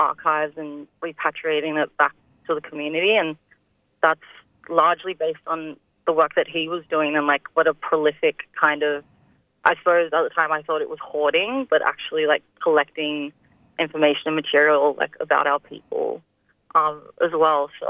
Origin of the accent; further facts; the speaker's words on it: Sydney, New South Wales, Australia; born there; So right now I'm calling in from Gadigal country in Sydney. But I am a Wiradjuri, Gumbangye and Yuin woman. But I was born in Western Sydney.